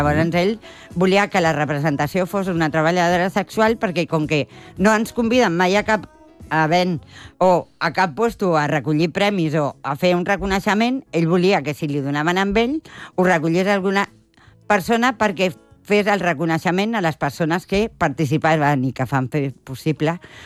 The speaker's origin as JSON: {"language": "Catalan", "town": "Barcelona", "region": "Catalonia", "country": "Spain", "said": "Jo soc de Barcelona, però treballàvem en una associació que es deia Etaira."}